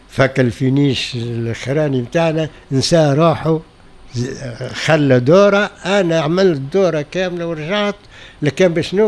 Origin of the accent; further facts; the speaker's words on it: Tunisia; عندنا في تونس